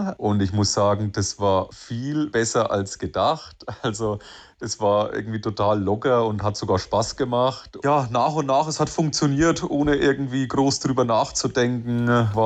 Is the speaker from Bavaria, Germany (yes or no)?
yes; Geiselwind, Bavaria, Germany; Ich bin Franke durch und durch. Mich verbindet schon sehr viel mit der Heimat und bin da auch sehr stolz drauf, da zu wohnen. Also ich war ja auch zwischenzeitlich mal mehrere Jahre auch mal weg.